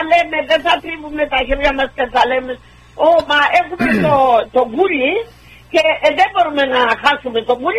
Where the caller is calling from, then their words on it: Greece; Είμαστε Έλληνες